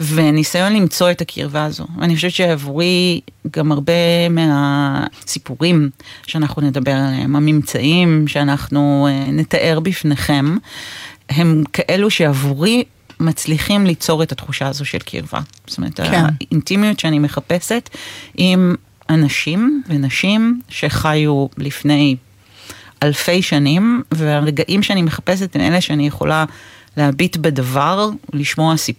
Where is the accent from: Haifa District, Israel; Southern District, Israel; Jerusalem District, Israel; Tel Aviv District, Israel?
Jerusalem District, Israel; Jerusalem; אני מגיעה מרקע שהוא אמוני ודתי, וטקסי, אני גדלתי בירושלים, גדלתי בעיר העתיקה